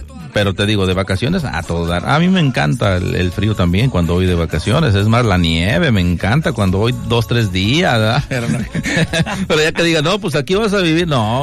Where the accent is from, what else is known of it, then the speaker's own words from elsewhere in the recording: Hidalgo, Mexico; moved away; Yo soy del estado de Hidalgo. A mí Hidalgo, mi pueblo no me gustó desde pequeño, yo quería crecer e irme de ahí.